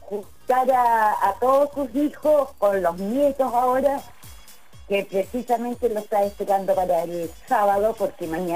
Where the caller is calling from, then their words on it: Lagunillas, Biobío, Chile; Yo la llamo de acá, de Lagunillas.